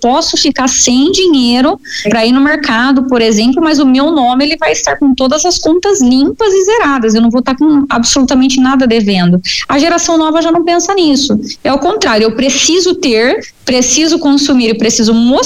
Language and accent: Portuguese; Brazil; Então, por que que eu, por exemplo, como brasileira, né?